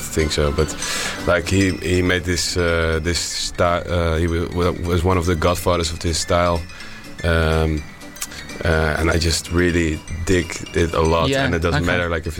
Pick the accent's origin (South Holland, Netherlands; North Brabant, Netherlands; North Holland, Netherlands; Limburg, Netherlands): South Holland, Netherlands; Rotterdam; I'm from the Netherlands, from Rotterdam, and there's a big Surinamese community.